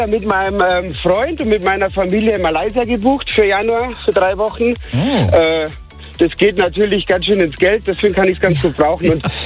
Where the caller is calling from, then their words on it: Bavaria, Germany; aus Grünzell rufe ich an.